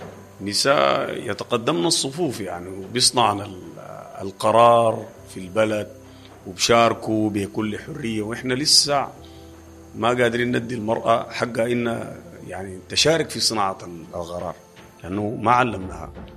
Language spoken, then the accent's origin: Arabic; Sudan; إحنا كسودانيين